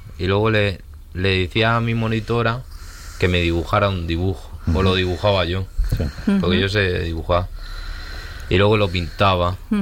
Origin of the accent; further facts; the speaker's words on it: Barcelona, Catalonia, Spain; Es que soy de Barcelona.